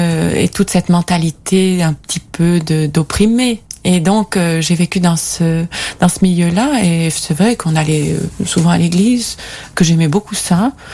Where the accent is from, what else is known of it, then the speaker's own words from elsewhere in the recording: Nîmes, Occitanie, France; Oui, alors je viens d'une famille protestante de Nîmes